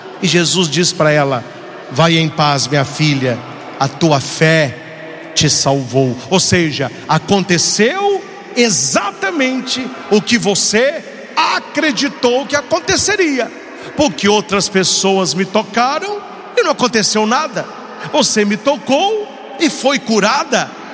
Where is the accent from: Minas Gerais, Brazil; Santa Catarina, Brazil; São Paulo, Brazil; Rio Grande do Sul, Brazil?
Minas Gerais, Brazil; Itaúna; moved away; Em Itaúna, minha terra natal, onde mora minha mãe